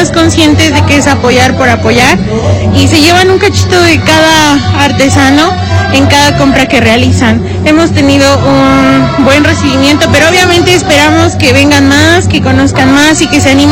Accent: Tlatlauquitepec, Puebla, Mexico; Por ejemplo, yo vengo de Tlatlauquitepec, Puebla, a ofrecer mis artesanías.

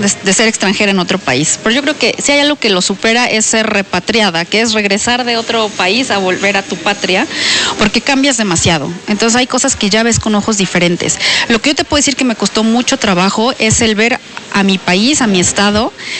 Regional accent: Puebla, Mexico; born there; moved away; also born or lived in Germany; tengo 41 años, nací en la ciudad de Puebla. Soy naturalizada alemana porque pasé mucho tiempo en Alemania.

